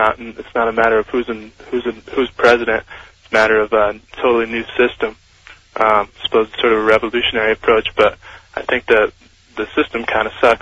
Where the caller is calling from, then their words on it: Portland, United States; from Portland